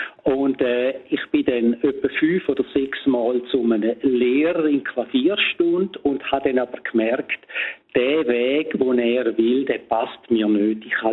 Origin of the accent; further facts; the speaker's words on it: Domat/Ems, Graubünden, Switzerland; das ganze Dorf, wo ich aufgewachsen bin, die sitzen jetzt vor dem Fernseher und schauen zu. Mhm. Weil damals hat es in dem Dorf, wo ich aufgewachsen bin, im bündnerischen Domadems, da hat es ein Fernsehsender gegeben.